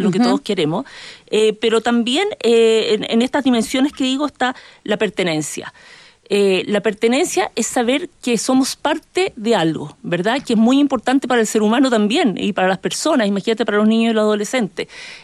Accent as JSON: {"language": "Spanish", "country": "Chile"}